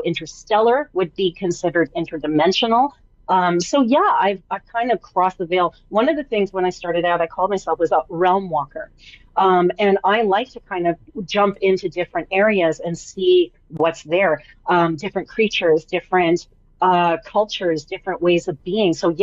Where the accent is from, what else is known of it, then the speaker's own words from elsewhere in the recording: Canada; I'm Canadian